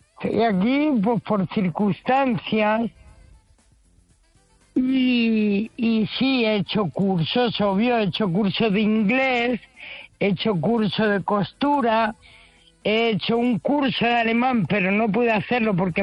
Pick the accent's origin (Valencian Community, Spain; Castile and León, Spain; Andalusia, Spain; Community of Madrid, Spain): Community of Madrid, Spain; Madrid